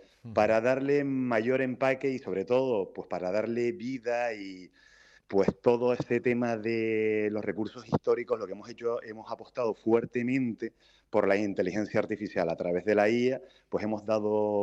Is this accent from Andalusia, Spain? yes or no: no; Santa Cruz de Tenerife, Canary Islands, Spain; yo soy chicharrero. Vivo en La Salle, tardo 3 minutos en llegar caminando al estadio.